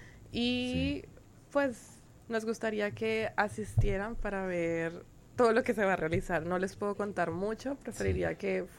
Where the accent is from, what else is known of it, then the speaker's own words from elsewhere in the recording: Villavicencio, Meta, Colombia; Sí, es una empresa familiar, todos somos de acá de Villavicencio.